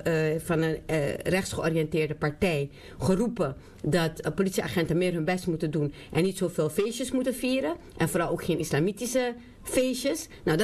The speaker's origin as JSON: {"language": "Dutch", "country": "Netherlands", "said": "Maar ik ben zelf de mening toegedaan dat ik wil het, ik, want dit is ook mijn land."}